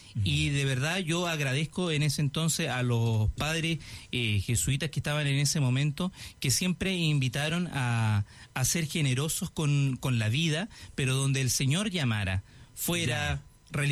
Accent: Valparaíso, Chile; yo soy originario de Valparaíso. En el fondo, el Gran Valparaíso tiene como varias partes, y claro, en el fondo yo nací en el fondo en el sector, o me crié más que nada, porque en el sector de Placilla, Curauma, de ahí soy

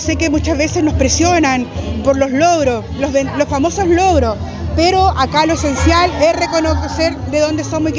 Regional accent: Chiloé, Los Lagos, Chile; nuestro también reconocimiento local como chilotes

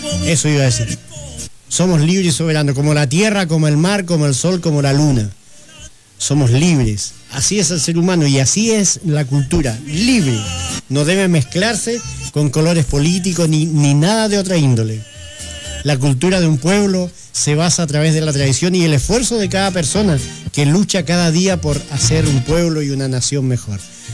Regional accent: Meulín Island, Los Lagos, Chile; allá en la isla de Meulín a hacer nuestro lanzamiento allá en mi tierra

